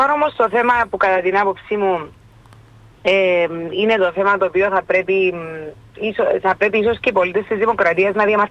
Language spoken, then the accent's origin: Greek; Limassol, Limassol District, Cyprus; Και έξω από τη Λεμεσό η πόλη μου είναι πανέμορφη.